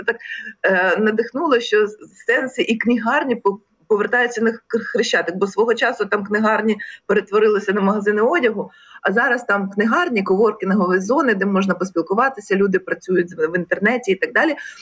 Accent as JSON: {"language": "Ukrainian", "region": "Kyiv", "country": "Ukraine", "tie": "born or raised there", "said": "я виросла на Печерську, тоді це був камерний Київ зі своїм вайбом, зі своїми особливостями"}